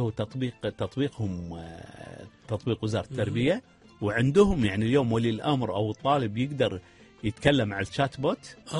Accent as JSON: {"language": "Arabic", "country": "Kuwait", "said": "موجودة عندنا بالكويت"}